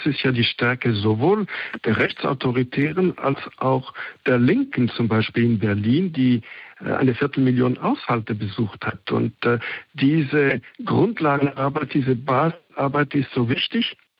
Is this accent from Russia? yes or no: no; Switzerland; als Schweizer und als Nicht-Christdemokrat